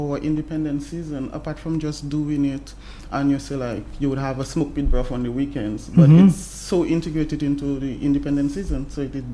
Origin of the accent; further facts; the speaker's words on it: Mahaut, Dominica; now in St. Joseph, Dominica; I'm originally from Mahu. However, right now I live and operate in St. Joseph.